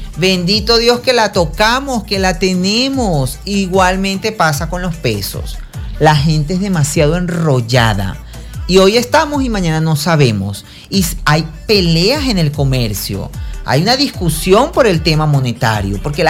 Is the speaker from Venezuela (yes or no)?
yes; Venezuela